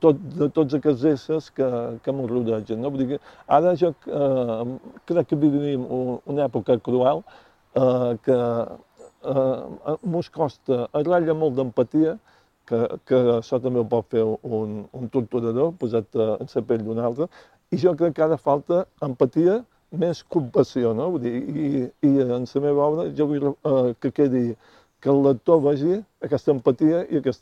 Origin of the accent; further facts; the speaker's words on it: Menorca, Balearic Islands, Spain; moved away; also born or lived in Barcelona; jo he viscut quasi 40 anys a Barcelona i jo me sent menorquí, xerra menorquí, la dona menorquina